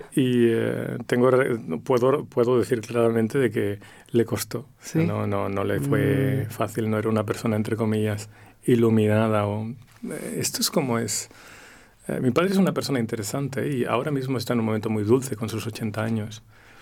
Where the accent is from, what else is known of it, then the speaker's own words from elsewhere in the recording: Sabadell, Catalonia, Spain; born there; También en Barcelona, en Sabadell.